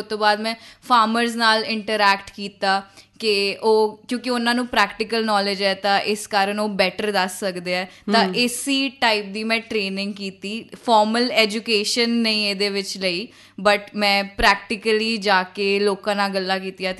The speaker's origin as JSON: {"language": "Punjabi", "region": "Punjab", "country": "India", "said": "ਅਤੇ ਕਿਉਂਕਿ ਮੈਂ ਪੰਜਾਬ ਤੋਂ ਬਿਲੋਂਗ ਕਰਦੀ ਹਾਂ ਅਤੇ ਐਗਰੀਕਲਚਰ ਹਾਰਟਲੈਂਡ ਬੋਲਦੇ ਹਨ ਇਹਨੂੰ ਇੰਡੀਆ ਦਾ"}